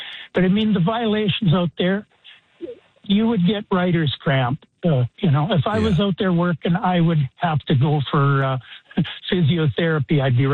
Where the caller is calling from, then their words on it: Innisfail, Alberta, Canada; I come from Innisfail to Calgary periodically in my business.